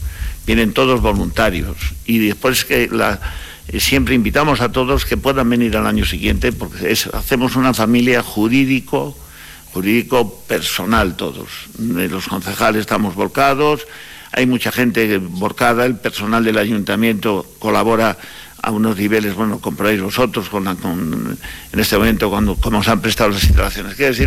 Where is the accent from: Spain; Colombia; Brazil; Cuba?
Spain; Sarria, Galicia; cuando voy hablo de que soy de Sarria, sin decir que soy alcalde